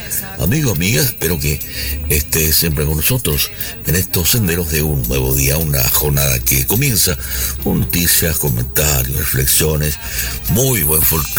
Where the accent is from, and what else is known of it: Paraguay